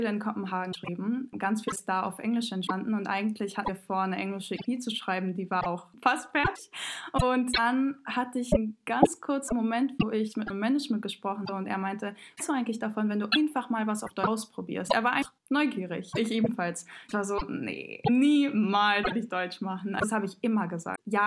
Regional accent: Montenegro; Wir kommen aus Montenegro.

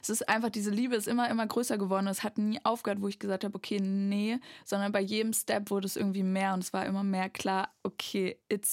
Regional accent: Erfurt, Thuringia, Germany; also born or lived in Weimar; Also ich bin in Weimar geboren, bin aber in Erfurt groß geworden.

